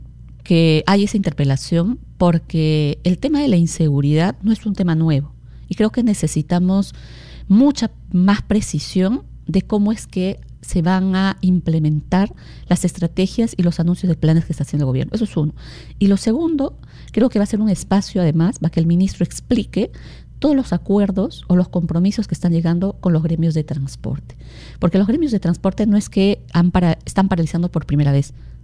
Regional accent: Cusco, Peru; Yo soy cusqueña, he vivido 10 años en comunidades

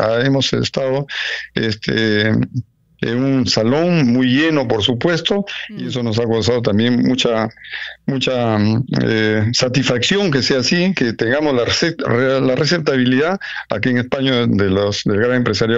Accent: Peru

